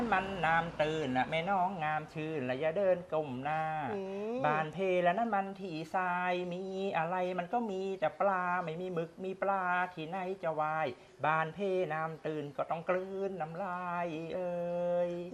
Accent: Ban Phe, Rayong, Thailand; ชุมชนที่เป็นบ้านเกิดเมืองนอนของเราเนี่ยแหละชุมชนบ้านเพที่โตมาอยู่โตที่เพเติบโตที่ระยอง

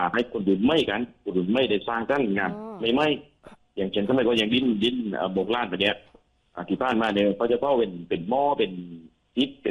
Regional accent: Southern Thailand, Thailand; ก็เลยตั้งใจว่าเราจะมาตอบแทนบุญคุณบ้านเกิดของเราอ่ะ

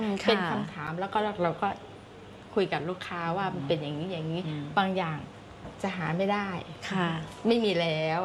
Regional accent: Isan, Thailand; now in Ubon Ratchathani, Thailand; เราเป็นคนอีสานนะคะ

